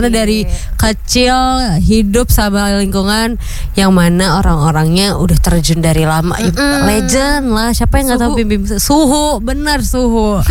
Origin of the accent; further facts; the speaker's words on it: Ambon, Maluku, Indonesia; Aku juga karena aku orang Ambon.